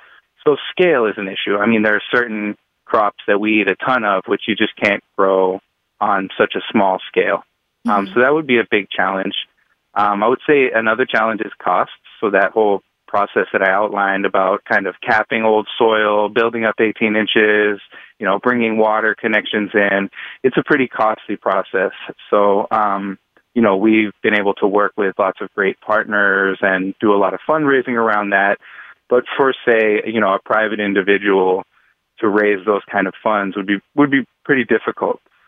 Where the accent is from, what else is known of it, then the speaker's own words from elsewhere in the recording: Dorchester, Massachusetts, United States; I grew up in Dorchester and I certainly didn't think that I could become a farmer. You know, in my mind, becoming a farmer would have meant moving out to Nebraska or something like that.